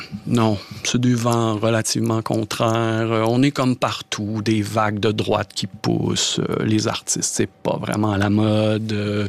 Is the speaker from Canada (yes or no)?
yes; Quebec, Canada; Et comme au Québec, on est un petit peu particulier parce que c'est l'Amérique, on a notre accent